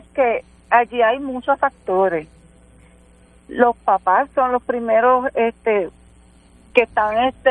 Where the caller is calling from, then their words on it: San Germán, Puerto Rico; Soy de San Germán